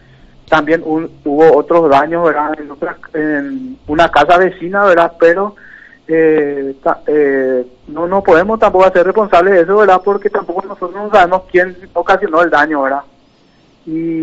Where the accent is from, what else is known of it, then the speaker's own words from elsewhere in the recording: Asunción, Paraguay; moved away; yo soy de Asunción, ¿verdad? Yo vine a asumir como jefe de la capital, yo soy, ¿verdad? Estoy hace 2 años